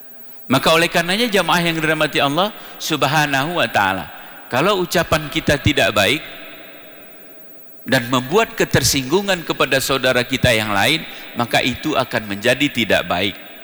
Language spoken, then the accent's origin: Indonesian; Aceh, Indonesia; Di budaya kita Aceh Tengah ini, di Gayo ini, budaya kekemelen.